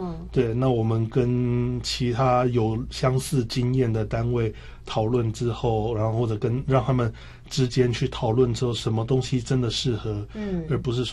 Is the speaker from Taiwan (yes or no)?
yes; Taiwan; 要不然的话，我们台湾人尤其公庙，